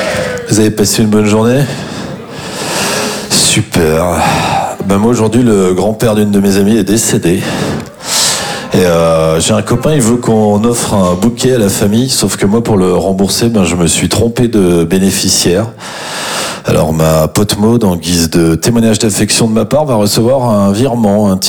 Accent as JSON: {"language": "French", "town": "Champagnole", "region": "Bourgogne-Franche-Comté", "country": "France", "tie": "born or raised there", "moved": "yes", "lives_now": "Montreuil, France", "said": "je suis originaire d'une petite commune qui s'appelle Champagnole. Alors, c'est pas très connu"}